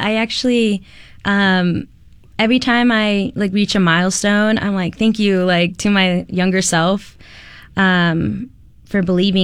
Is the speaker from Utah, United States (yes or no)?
yes; Ogden, Utah, United States; I grew up in Ogden, Utah. I am first gen, so I am the oldest daughter as well.